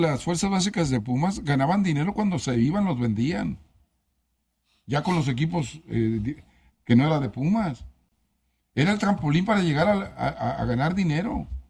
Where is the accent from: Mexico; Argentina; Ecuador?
Mexico; Xalisco, Nayarit; En mi pueblo, Jalisco, Nayarit